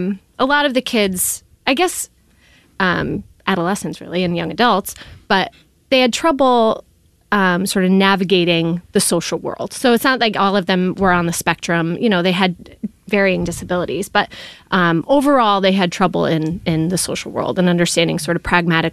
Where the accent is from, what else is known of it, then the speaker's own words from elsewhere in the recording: West Hartford, Connecticut, United States; I am from West Hartford, Connecticut, smack dab in the middle.